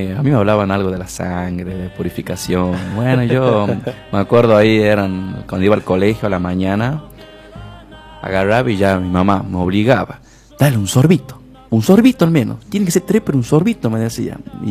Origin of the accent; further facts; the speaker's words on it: Tucumán, Argentina; en nuestra provincia de Tucumán